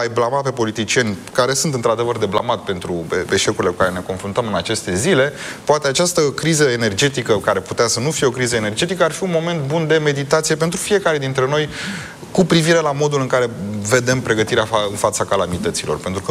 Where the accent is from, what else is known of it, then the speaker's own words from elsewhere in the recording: Romania; pe care o avem ca români